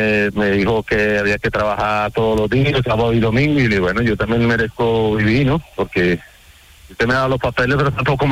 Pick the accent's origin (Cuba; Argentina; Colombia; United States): Colombia; now in Spain; Yo de Colombia.